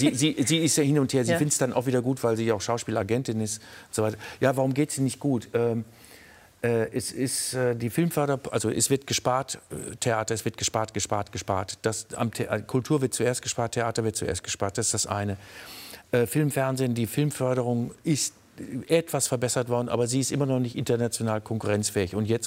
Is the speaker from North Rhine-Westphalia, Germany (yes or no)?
yes; North Rhine-Westphalia, Germany; ich komme aus dem Ruhrgebiet, und ich habe damals die Umrisse der Sonne nicht gesehen und auch keinen Sternenhimmel, kannte ich nicht.